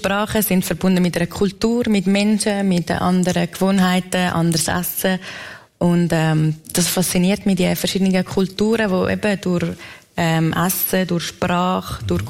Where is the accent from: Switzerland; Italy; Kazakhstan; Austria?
Switzerland; Graubünden; Meine Eltern sind aus der deutschsprachigen Schweiz. Ich bin in Misox aufgewachsen, die Zweisprachigkeit, die zwei Mentalitäten, das ist immer sehr präsent gewesen und ist es jetzt auch noch.